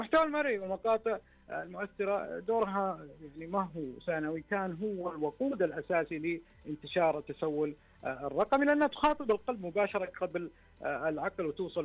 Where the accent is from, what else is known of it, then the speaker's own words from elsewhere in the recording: Saudi Arabia; إحنا كمجتمع سعودي